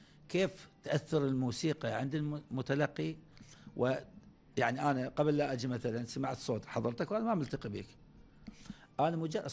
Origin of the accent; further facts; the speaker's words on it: Southern Iraq, Iraq; احنا عندنا بالجنوب الهور والماي والبحر